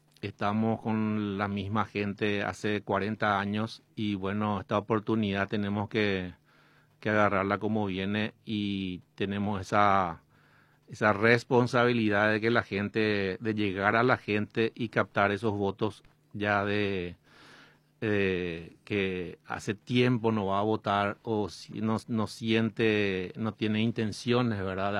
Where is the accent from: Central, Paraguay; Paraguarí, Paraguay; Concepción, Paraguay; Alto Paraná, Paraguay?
Central, Paraguay; Lambaré; soy de Lambaré, soy padre de dos nenas hermosas, soy abogado